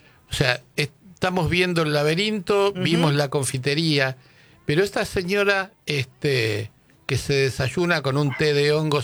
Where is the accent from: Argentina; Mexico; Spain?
Argentina; mirá de lo que somos capaces los argentinos